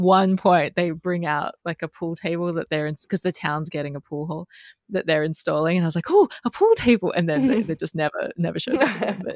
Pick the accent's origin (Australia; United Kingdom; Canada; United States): Australia; my home country, Australia.